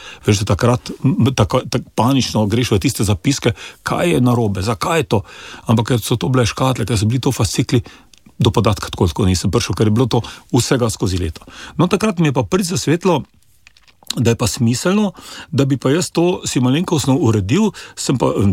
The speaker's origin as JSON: {"language": "Slovenian", "town": "Celje", "region": "Savinja", "country": "Slovenia", "tie": "born or raised there", "said": "Jaz sem blokovski otrok, jaz sem doma iz Celja, jaz sem bloko doma in dejansko, bil sem bloko doma in dejansko meni je bil to tuj svet."}